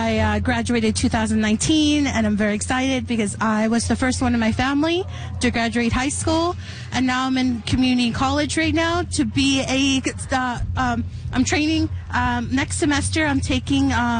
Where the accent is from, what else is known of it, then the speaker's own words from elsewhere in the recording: Pukatawagan, Manitoba, Canada; I'm from Pukkotawagan.